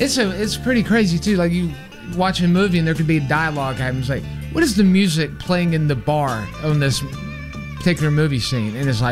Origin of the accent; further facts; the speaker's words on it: Texas, United States; I'm we from Texas.